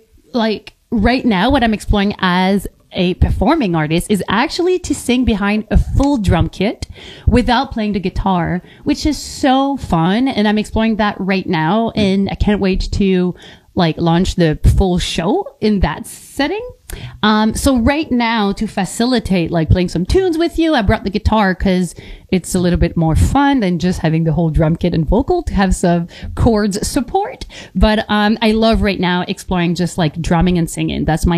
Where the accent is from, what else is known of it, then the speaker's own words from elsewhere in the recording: Canada; English is a second language; I'm a French Canadian.